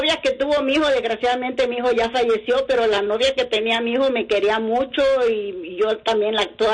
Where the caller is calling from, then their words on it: Veracruz, Mexico; Puro Veracruz, yo soy jarocha.